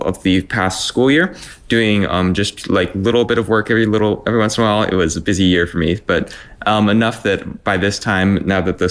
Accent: Fairbanks, Alaska, United States; Growing up in Fairbanks, it was kind of impossible not to notice climate change, just how I was growing up.

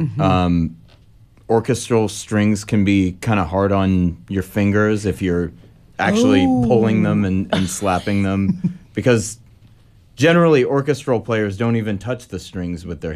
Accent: San Jose, California, United States; San Jose, California.

